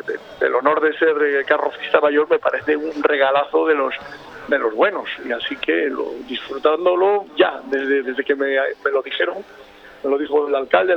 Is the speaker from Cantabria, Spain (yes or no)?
yes; Cantabria, Spain; moved away; Es que yo soy muy pesado con mi tierra, pero muy, muy pesado, ¿verdad? Yo entonces disfruto y lo celebro constantemente. Cualquier cosa que esté relacionada con Cantabria, ahí estoy